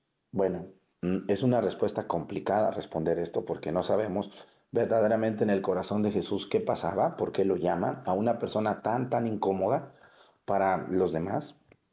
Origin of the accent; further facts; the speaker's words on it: Mexico; imagínense, si a ustedes y a mí, que somos mexicanos, díganme quién de ustedes le encanta pagarle impuestos al SAT.